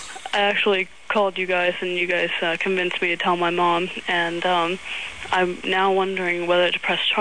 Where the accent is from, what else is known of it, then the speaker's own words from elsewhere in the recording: Connecticut, United States; now in West Palm Beach, United States; I was raised in Connecticut